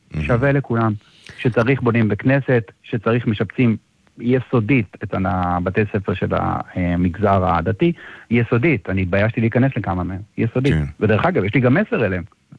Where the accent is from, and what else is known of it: Herzliya, Tel Aviv District, Israel; born or raised there